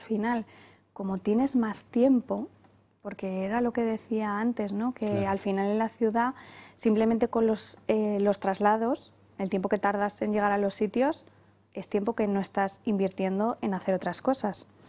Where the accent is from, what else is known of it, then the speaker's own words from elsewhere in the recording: Tarancón, Castilla-La Mancha, Spain; Riánsares es el nombre de la Virgen de mi pueblo, de Tarancón.